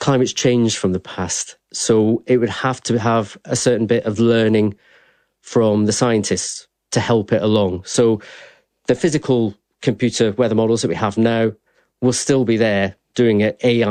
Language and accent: English; Scotland, United Kingdom; I grew up in Scotland. The weather changed every 5 minutes there.